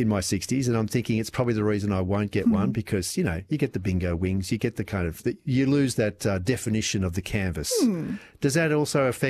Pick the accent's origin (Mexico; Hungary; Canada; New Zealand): New Zealand; Being a Kiwi, my own, one and only tattoo reflects my heritage and a deep love and affinity for New Zealand.